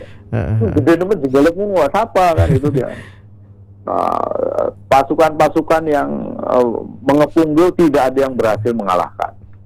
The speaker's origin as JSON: {"language": "Indonesian", "town": "Cirebon", "region": "West Java", "country": "Indonesia", "tie": "born there", "said": "di sekitar kampung saya lahir, namanya Kuta Koson"}